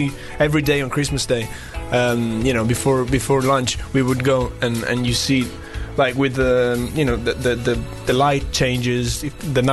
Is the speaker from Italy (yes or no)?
yes; Bologna, Emilia-Romagna, Italy; moved away; And even like my hometown Bologna, the hometown of the three of us, is becoming more and more touristic.